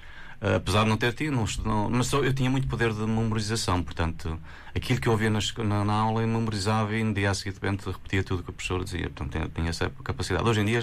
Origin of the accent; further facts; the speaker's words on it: Lajes do Pico, Azores, Portugal; now in Santa Maria Island, Azores, Portugal; não cresci no Conselho das Lajes, mas não nas próprias Lajes. Cresci na freguesia São João, que fica um bocadinho mais distante das Lajes, mas pronto, pertence ao Conselho. E São João é uma freguesia muito pacata.